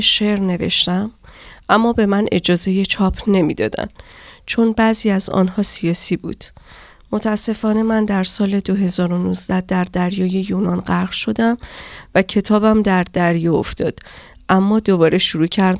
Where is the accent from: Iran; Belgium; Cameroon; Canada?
Iran; French is a second language; moved away as an adult; now in France; Je viens d'Iran. J'ai 40 ans.